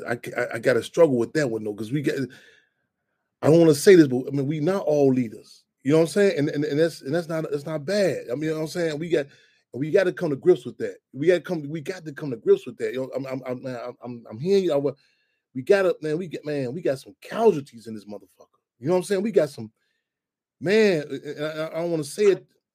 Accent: Chicago, Illinois, United States; I'm so glad growing up in Chicago. I'm so glad I grew up in this city structure.

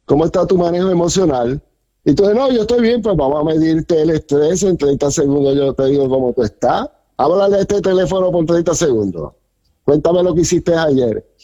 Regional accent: Puerto Rico; Puerto Rico, sí, somos de Puerto Rico.

